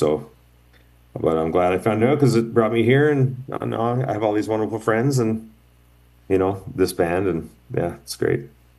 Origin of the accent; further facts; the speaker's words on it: Newfoundland and Labrador, Canada; Well, I grew up in a small town as well, but a little further east. I grew up in Labrador